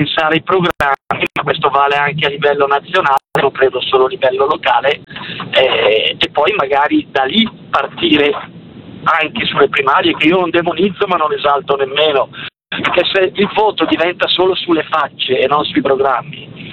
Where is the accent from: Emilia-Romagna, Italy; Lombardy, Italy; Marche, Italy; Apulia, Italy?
Lombardy, Italy; Scusa, io non sono milanese, però sono lombardo, per cui è chiaro che anche in Lombardia guardiamo un interesse.